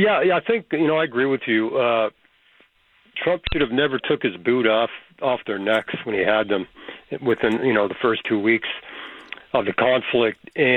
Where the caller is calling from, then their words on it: Canada; I, for one, as a Canadian